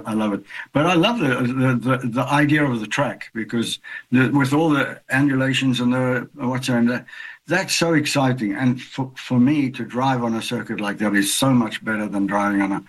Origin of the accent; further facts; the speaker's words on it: South Africa; I grew up in South Africa, and yes. South Africa was racing right all the time. I mean, in our little hometown.